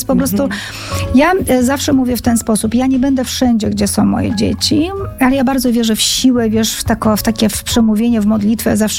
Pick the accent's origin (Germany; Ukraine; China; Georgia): Georgia; moved away; w Gruzji nad Czarnym Morzem się wychowałam